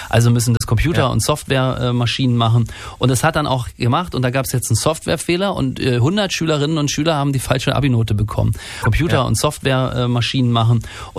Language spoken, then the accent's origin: German; Germany; moved away; Ich komme ja aus der Zone, also aus der DDR, da gab es keine Tennisplätze und demzufolge auch keine Tennisspieler.